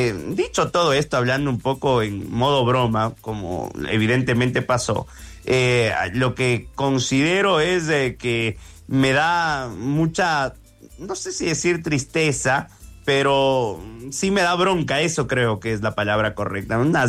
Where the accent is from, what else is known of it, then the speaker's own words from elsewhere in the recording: Ecuador; a nosotros como ecuatorianos